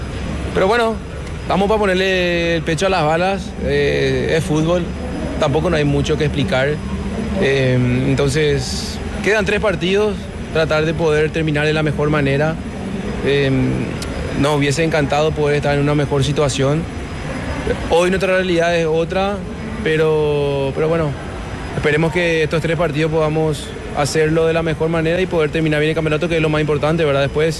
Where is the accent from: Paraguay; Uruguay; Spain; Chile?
Paraguay